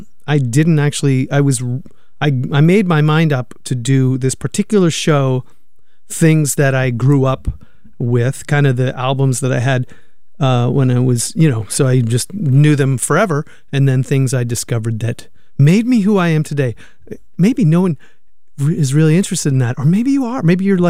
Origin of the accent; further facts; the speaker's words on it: Canada; I grew up in Canada.